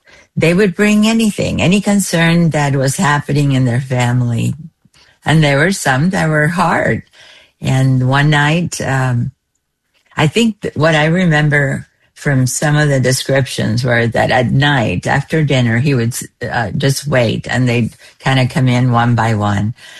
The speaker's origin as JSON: {"language": "English", "country": "Cuba", "first_language": "Spanish", "second_language": "English", "moved": "yes", "said": "I'm Cuban and I've traveled throughout Latin America. Spanish is my first language."}